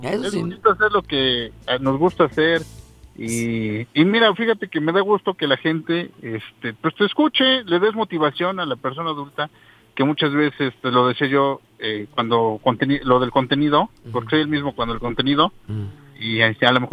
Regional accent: Huejotzingo, Puebla, Mexico; born there; es la feria de mi pueblo, Huejotzingo.

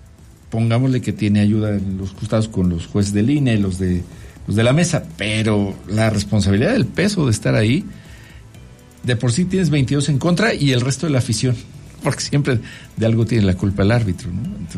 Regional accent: Mexico

